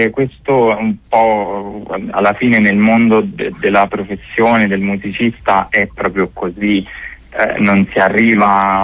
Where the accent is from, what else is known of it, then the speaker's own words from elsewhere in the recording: Valmontone, Lazio, Italy; Assolutamente sono di Valmontone